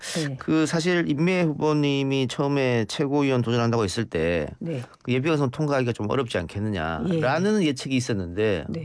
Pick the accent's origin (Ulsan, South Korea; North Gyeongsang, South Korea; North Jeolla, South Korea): North Gyeongsang, South Korea; Andong; 저도 고향이 경북 안동이어서